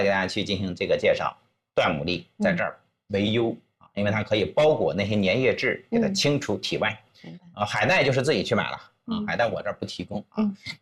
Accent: China; 韩国人的压力实际上比我们中国人的压力要大，

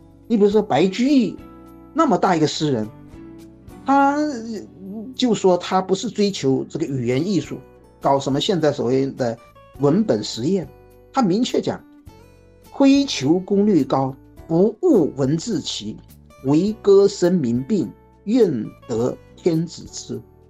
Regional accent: Taining, Fujian, China; 我的家乡是福建泰宁，山奇水异啊，现在是世界地质公园和世界自然遗产地。

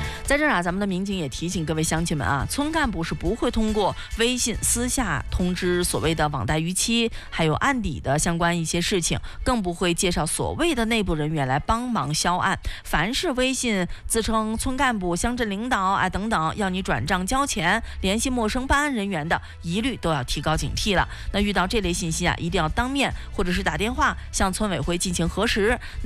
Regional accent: Ningxia, China; 也是咱们宁夏人很熟悉的老品种了。

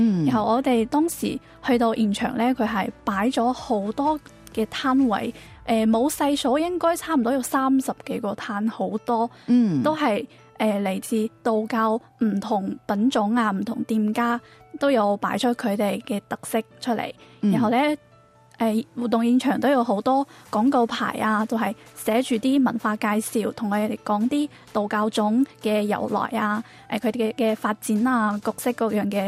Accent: Jiangmen, Guangdong, China; 因为我家老家其实都是江门的，

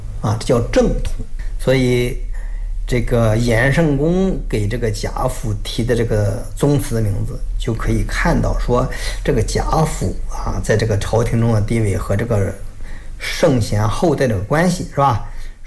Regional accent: China; 我们中国人

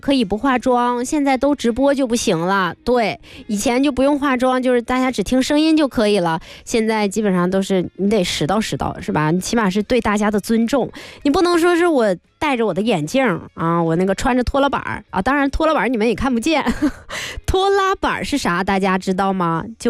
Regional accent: Heilongjiang, China; moved away; 我是东北的，东北黑龙江那嘎达的。

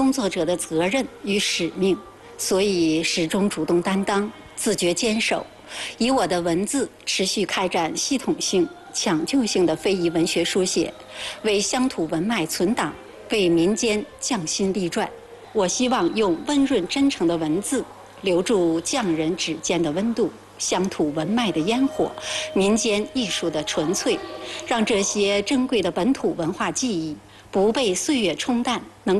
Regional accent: Genhe, Inner Mongolia, China; now in Hulunbuir, China; 我土生土长在根河，这片林海热土是我生命的起点

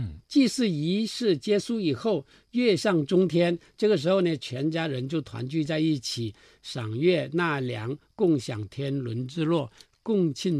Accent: Guangxi, China; 我们广西壮族

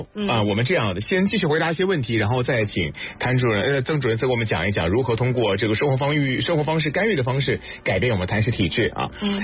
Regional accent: northern China, China; 因为我是北方人，吃鲤鱼机会要比南方多得多

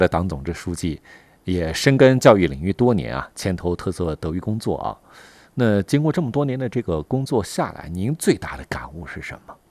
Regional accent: Taxkorgan County, Xinjiang, China; 回到塔县，回到我们的家乡

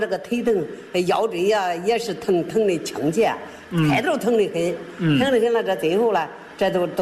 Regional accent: Zhumadian, Henan, China; accent: Henan; now in Qianjiang, China; 河南驻马店西的。

